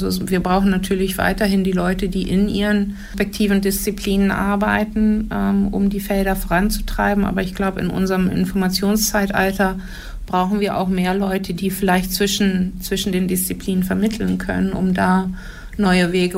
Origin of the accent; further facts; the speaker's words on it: South Africa; Also bei uns in Südafrika gibt es ein paar Unis, die sowas schon machen.